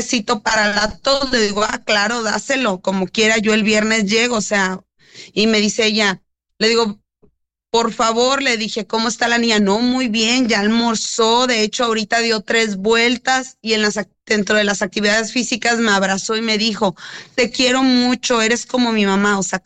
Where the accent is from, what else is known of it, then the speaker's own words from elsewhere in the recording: Ciudad Mante, Tamaulipas, Mexico; Yo soy de Ciudad Mante.